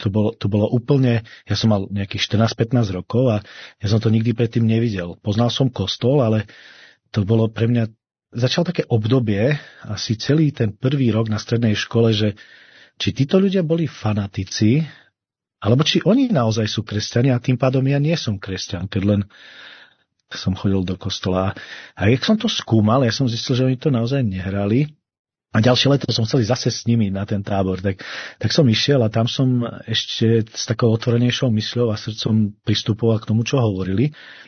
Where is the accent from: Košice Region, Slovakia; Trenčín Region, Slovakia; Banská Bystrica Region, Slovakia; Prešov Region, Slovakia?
Prešov Region, Slovakia; já vlastně pochádzam z východného Slovenska, od Prešova, tam jsem žil 25 rokov